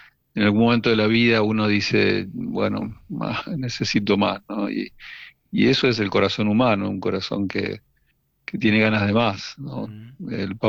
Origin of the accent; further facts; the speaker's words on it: Argentina; no somos lo mejor, no somos lo peor, somos una Argentina que hace rato no le encontramos la vuelta